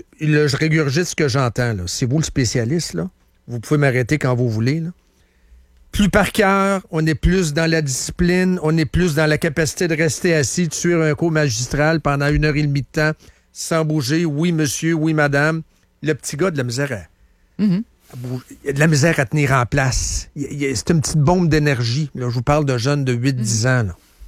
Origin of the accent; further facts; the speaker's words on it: Shawinigan, Quebec, Canada; born there; Quand j'étais jeune au séminaire à Shawinigan.